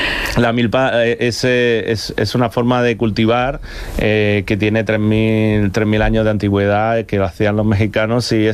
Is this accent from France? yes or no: no; Spain; soy español, pero yo creo que tengo corazón latino